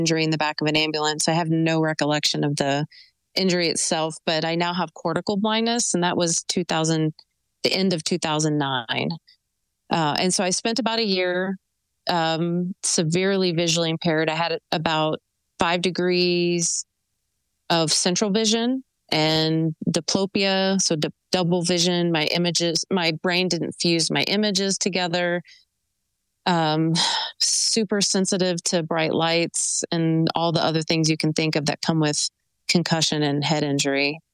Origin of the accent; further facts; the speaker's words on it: Texas, United States; born there; I was born in Texas, joined the Army at 17